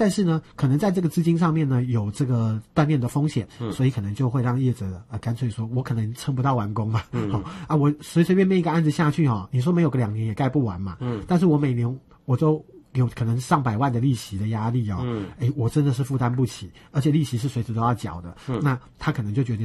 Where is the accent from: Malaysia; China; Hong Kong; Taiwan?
Taiwan; Nantou County; 以我的家乡南投县来讲